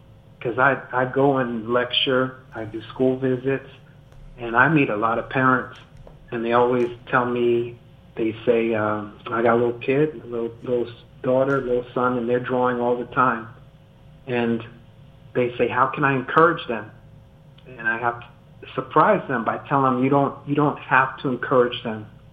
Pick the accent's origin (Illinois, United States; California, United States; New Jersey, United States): New Jersey, United States; Scotch Plains; Well, I was born in New Jersey, and I was in a little town called Scotch Plains.